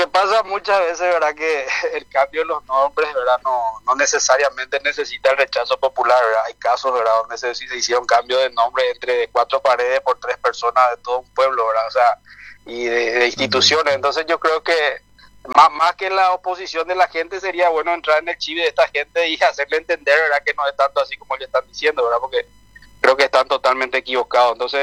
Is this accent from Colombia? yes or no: no; Paraguay; Nosotros como paraguayos